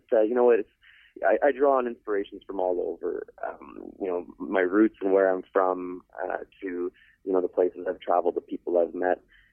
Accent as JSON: {"language": "English", "town": "Winnipeg", "region": "Manitoba", "country": "Canada", "tie": "born or raised there", "said": "I grew up in the Red River Valley here in Winnipeg"}